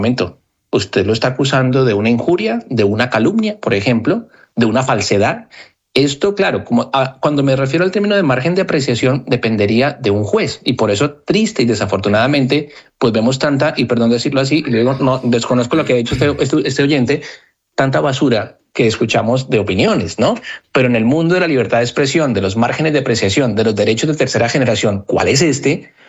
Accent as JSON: {"language": "Spanish", "country": "Colombia", "said": "Las personas que somos de origen colombiano, que hemos vivido y sufrido el texto de un conflicto armado"}